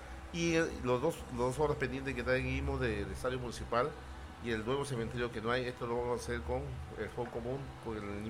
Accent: Íllimo, Lambayeque, Peru

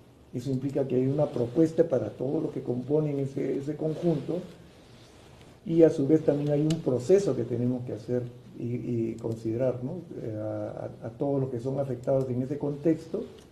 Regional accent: Lima, Peru; born there; yo soy peruano de nacimiento, nací en la Victoria. Claro, tengo padre chino, padre de descendencia china y madre también de descendientes de chinos, porque mi padre sí vino de la China.

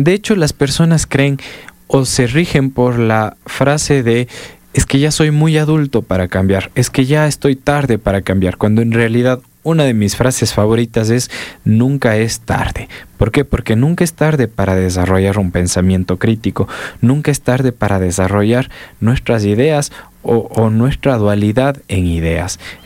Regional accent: Ecuador; nuestra realidad como ecuatorianos

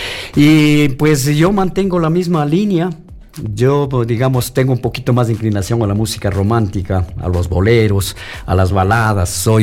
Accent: Ecuador

